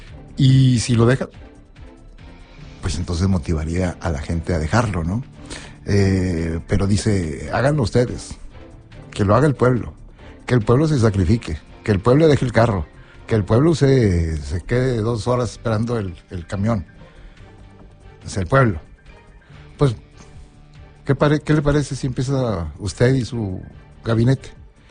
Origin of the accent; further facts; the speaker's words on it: Mexico; así somos los mexicanos. Prácticos somos los mexicanos.